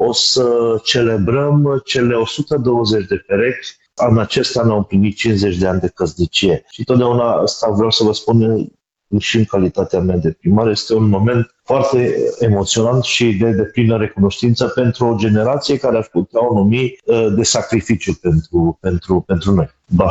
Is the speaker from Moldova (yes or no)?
no; Zalău, Sălaj County, Romania; comunitatea noastră, adică orașul nostru drag, numit Zalău.